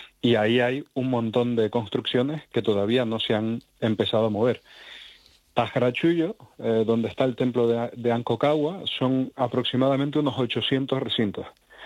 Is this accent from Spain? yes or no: yes; Canary Islands, Spain; Bueno, soy canario, o sea que subimos y bajamos todos los días a las montañas. Las islas son muy, muy escarpadas y yo vivo en Tenerife, tenemos el Teide, son casi 4.000 metros.